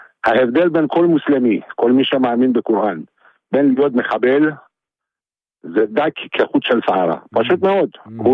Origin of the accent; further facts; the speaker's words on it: Iran; תשמע, אני גדלתי בשכונה באיראן, שהמוסלמים היינו שכנים והיינו אחים, והיינו יותר ממה שאתה חושב.